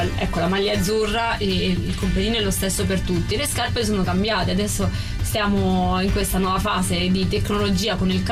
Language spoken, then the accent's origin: Italian; Apulia, Italy; Molto, la provincia di Taranto.